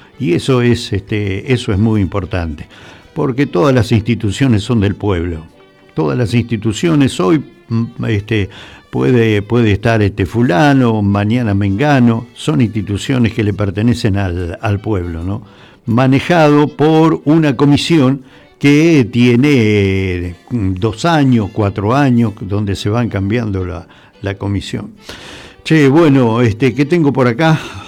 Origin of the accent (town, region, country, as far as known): Argentina